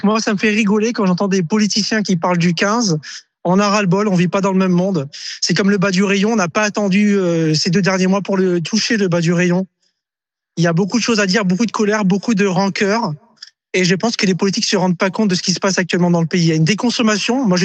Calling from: France

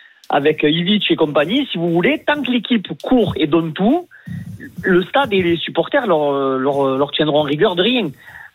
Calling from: Arles, Provence-Alpes-Côte d'Azur, France

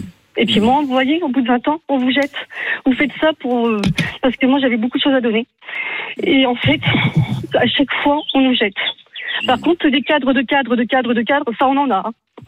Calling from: Vichy, Auvergne-Rhône-Alpes, France; ça fait 20 ans moi, que je travaille à l'hôpital de Vichy.

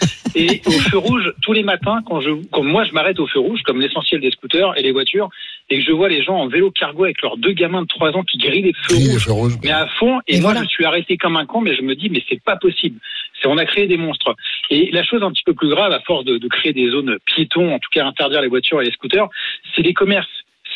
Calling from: Paris, Île-de-France, France; moi, j'habite le 15e, j'habite à Paris.

